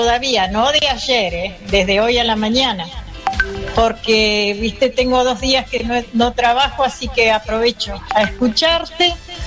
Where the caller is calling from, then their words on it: General Roca, Río Negro, Argentina; Hoy hace más frío que ayer acá en Roca.